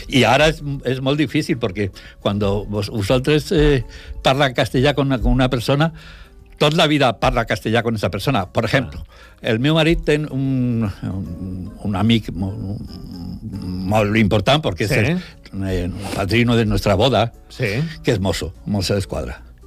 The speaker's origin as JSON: {"language": "Catalan", "town": "Madrid", "region": "Community of Madrid", "country": "Spain", "second_language": "Catalan", "moved": "as an adult", "lives_now": "Segur de Calafell, Spain", "said": "Jo soc de Madrid, tinc 77 anys, estic casat con un català."}